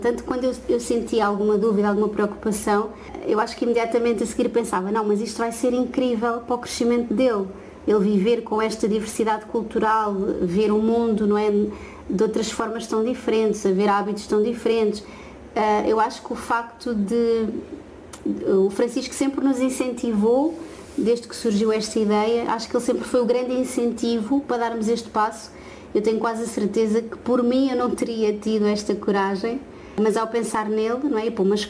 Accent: Portugal; moved away as an adult; now in Thailand; sempre que nós dizemos que somos portugueses

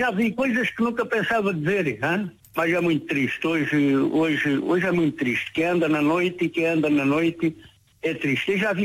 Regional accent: Faro, Algarve, Portugal; also born or lived in Saboia; Eu não sou de Lolé, eu sou alentejano.

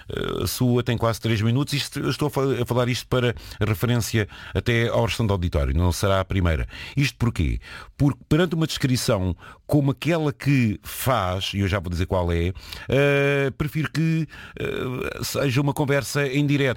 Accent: Murça, Norte, Portugal; até que enfim, hoje vou ver a minha terra natal, que é a famosa Porca de Mursa. Não, você vai ver, é Mursa.

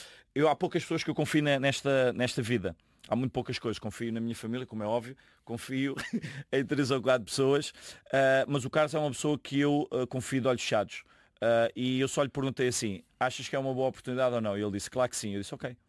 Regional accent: Portugal; moved away as an adult; now in India; Eu como um bom português

